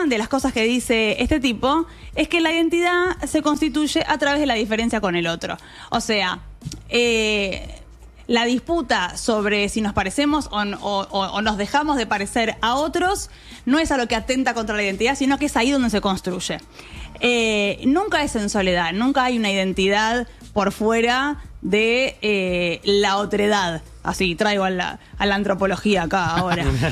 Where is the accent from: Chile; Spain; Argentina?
Argentina; estamos hablando de la Argentina y somos argentinos